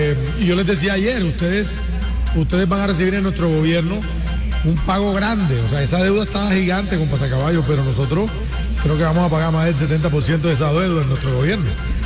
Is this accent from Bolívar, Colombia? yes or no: yes; Cartagena, Bolívar, Colombia